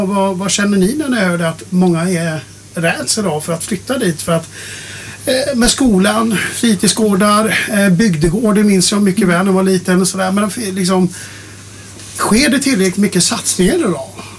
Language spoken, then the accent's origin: Swedish; Västra Götaland County, Sweden; för jag är uppväxt i Dalsland och jag vet hur det var liksom att gå 2 mil för att komma till Vänersborg